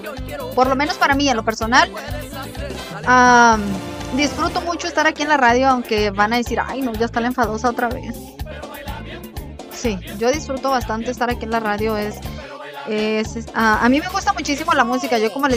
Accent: Chihuahua, Mexico; soy de Chihuahua

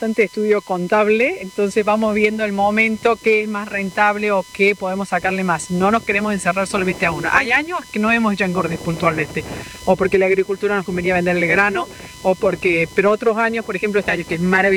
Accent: Argentina; moved away as an adult; nosotros somos de Argentina

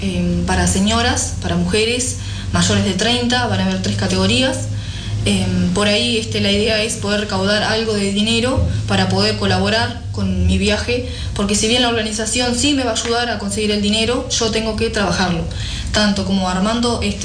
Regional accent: Uruguay; quisiera representar lo que somos los uruguayos, ¿tá?

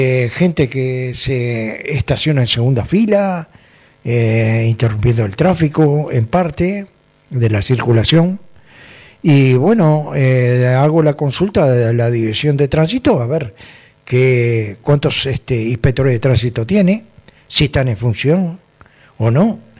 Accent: Montevideo, Uruguay; moved away; Además, soy de Montevideo, hace 42 años que vivo acá

